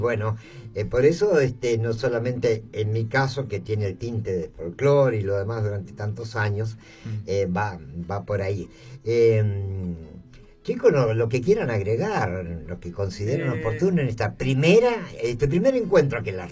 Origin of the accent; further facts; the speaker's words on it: Esquel, Chubut, Argentina; now in El Bolsón, Argentina; hace 50 años que vivo en este lugar. Sin pretender de quedar bien, la verdad, la comarca andina, el Bolsón, la comarca andina. Y es mi lugar en el mundo, yo soy de Esquel.